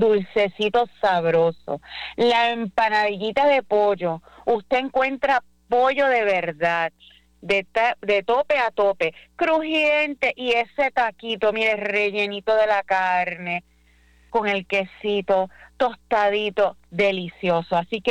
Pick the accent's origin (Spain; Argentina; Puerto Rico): Puerto Rico